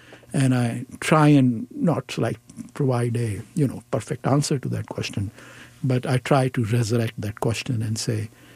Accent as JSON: {"language": "English", "region": "Chandigarh", "country": "India", "tie": "born there", "said": "I'm from Chandigarh"}